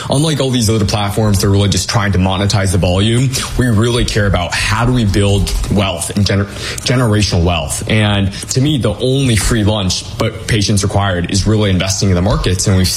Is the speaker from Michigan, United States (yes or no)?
yes; Detroit, Michigan, United States; So born and raised in Detroit, my parents were immigrants. We didn't have a lot of money growing up.